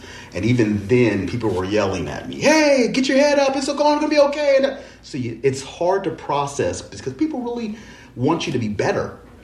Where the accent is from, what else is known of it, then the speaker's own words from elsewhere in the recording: Altadena, California, United States; I know everybody in that neighborhood. I grew up in Altadena. That's everybody I know.